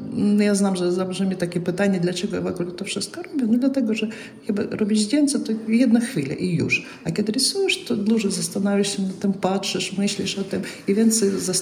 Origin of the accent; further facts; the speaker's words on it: Riga, Latvia; jestem z Rygi, zawsze mieszkałam w Rygi